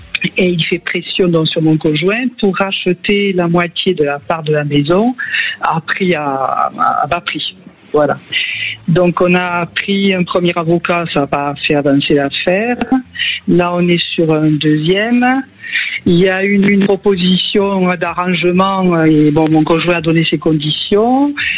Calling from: Occitanie, France; Moi, je vous appelle de l'Hérault.

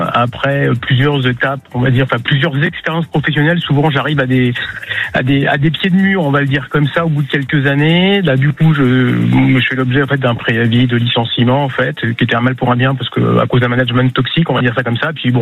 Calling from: Nouvelle-Aquitaine, France; j'appelle de Gironde.

